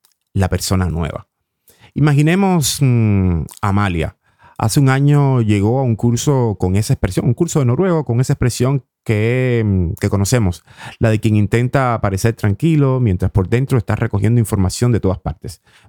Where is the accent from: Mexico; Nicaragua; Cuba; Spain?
Cuba; yo también soy de Cuba